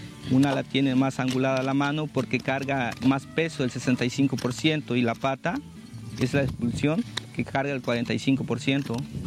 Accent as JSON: {"language": "Spanish", "town": "San Sebastián Camacho", "country": "Mexico", "tie": "born or raised there", "said": "Yo vengo originario de San Sebastián Camacho, que pertenece a Naula."}